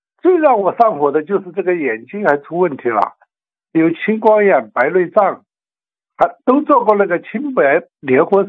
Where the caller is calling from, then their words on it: Chongqing, China; 喂，我是重庆的，重庆江北区的， … 我呀是你的新朋友。